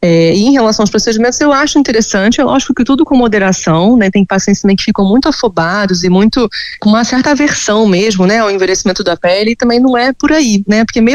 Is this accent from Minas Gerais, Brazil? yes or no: no; Rio de Janeiro, Brazil; Eu sou do Rio, mas eu atendo muitos pacientes online